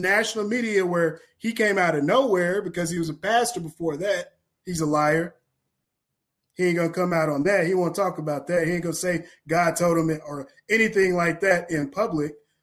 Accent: Kentucky, United States; I'm from Kentucky.

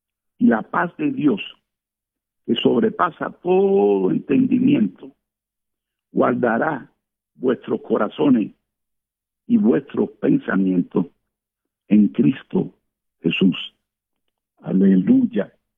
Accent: Cuba; nosotros los caribeños. ¿Sí? Yo me incluyo porque yo soy cubano

